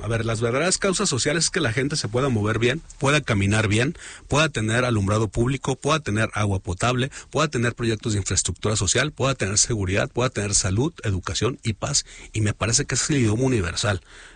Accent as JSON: {"language": "Spanish", "town": "Tlajomulco", "region": "Jalisco", "country": "Mexico", "said": "Yo soy del municipio de Tlajomulco, soy fundamentalmente del Distrito 12"}